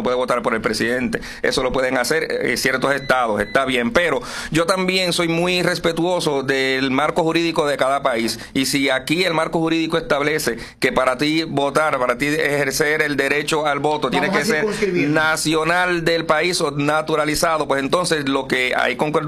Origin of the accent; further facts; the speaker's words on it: Dominican Republic; now in Puerto Rico; nosotros como dominicanos